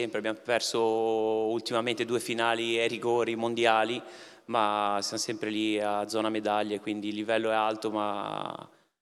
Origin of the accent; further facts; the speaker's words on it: Arenzano, Liguria, Italy; quindi per me ritorno a casa, sono di Arenzano, vivo lì